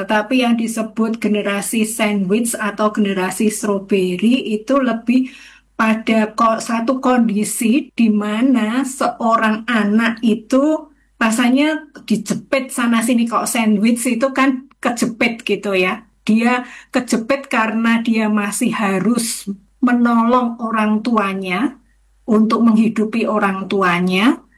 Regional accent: Java, Indonesia; saya orang Jawa

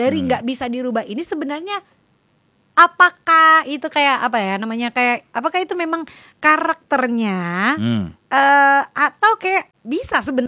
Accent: Sulawesi, Indonesia; aku dari daerah Manado, Makassar.

